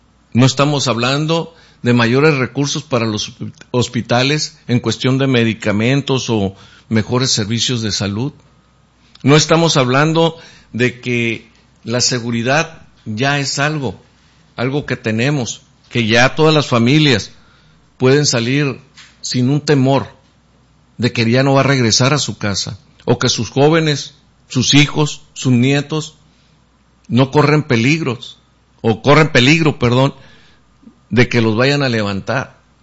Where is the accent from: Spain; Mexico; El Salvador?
Mexico; qué estamos haciendo todos como mexicanos